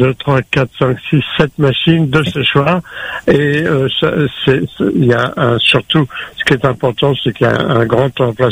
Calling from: Sainte-Marie, Réunion; moi, par exemple, je suis à Sainte-Marie

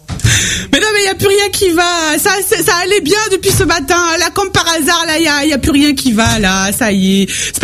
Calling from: East of Réunion, Réunion; accent: Creole of the East; moi je suis de l'Est, moi je parle comme on m'a appris à parler le créole

